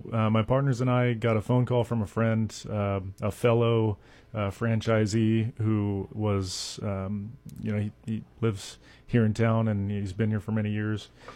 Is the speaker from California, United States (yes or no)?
yes; Roseville, California, United States; Well, I'm from Roseville. I live out there with my wife and two kids.